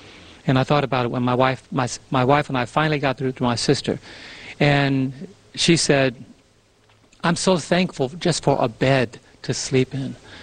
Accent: New York, United States; moved away; also born or lived in California; being a New Yorker, having a sister working for the fire department

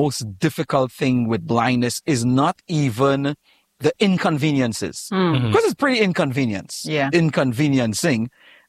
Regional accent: Trinidad & Tobago; born there; moved away; I was born in Trinidad, and people hear my accent

